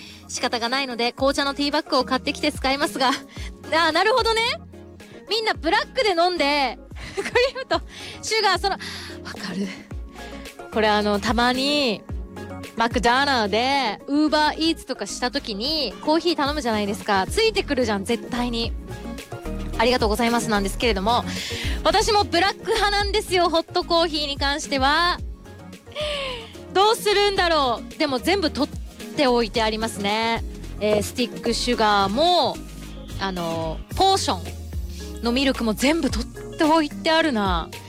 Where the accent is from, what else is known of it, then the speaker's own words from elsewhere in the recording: Okinawa, Japan; moved away; 沖縄出身のあの…です